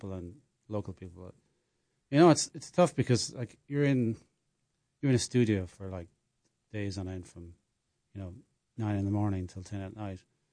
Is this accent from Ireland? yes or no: yes; Ireland; moved away; So I came over from Ireland almost 20 years ago, and I recorded an album of 11 songs in this castle, in south of Ireland.